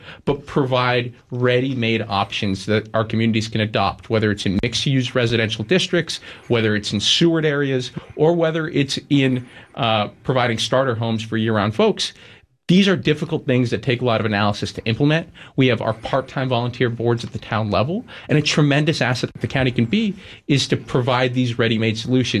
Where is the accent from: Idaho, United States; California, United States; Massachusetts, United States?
Massachusetts, United States; born there; when I was born on Cape Cod in the year 2000